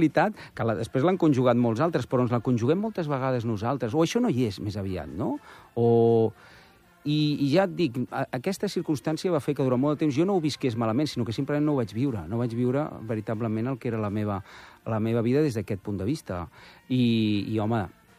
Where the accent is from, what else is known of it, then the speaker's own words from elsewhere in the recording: Barcelona, Catalonia, Spain; del 86, a la Vila de Barcelona, i vivia en un barri del qual jo ara n'estic exiliat. Jo sempre dic que sóc un exiliat del Poble Nou.